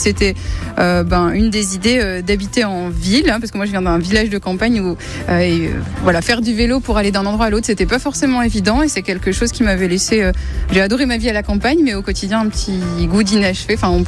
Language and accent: French; Metz, Grand Est, France; je suis de Metz. Voilà, on vit sur Metz avec ma famille depuis quelques temps maintenant.